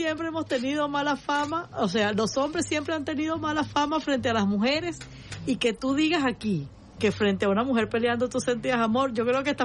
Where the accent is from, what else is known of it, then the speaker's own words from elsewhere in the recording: Venezuela; Así somos las mujeres venezolanas.